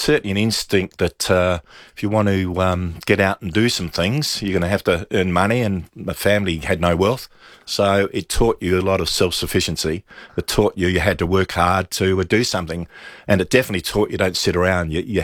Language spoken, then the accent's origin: English; Kilkenny, South Australia, Australia; also born or lived in Hindmarsh; I was born in Hindmarsh and ended up, my family then lived in Kilkenny, and Cheller Gardens was just the closest primary school.